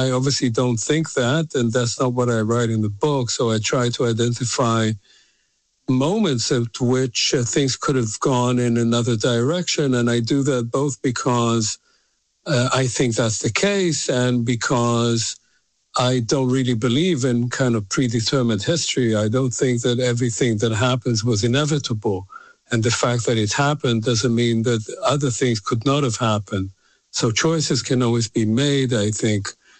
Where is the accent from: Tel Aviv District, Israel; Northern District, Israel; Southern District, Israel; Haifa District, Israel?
Tel Aviv District, Israel; Tel Aviv; English is a second language; So I was born in Israel in the mid-1950s. I was born in a kibbutz. I was raised in Tel Aviv. I, you know, went to school in Israel.